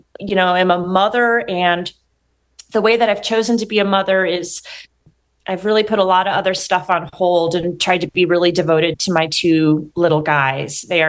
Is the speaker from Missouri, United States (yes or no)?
yes; St. Louis, Missouri, United States; moved away; my family actually moved to my hometown of St. Louis, Missouri, and we lived near the grandparents.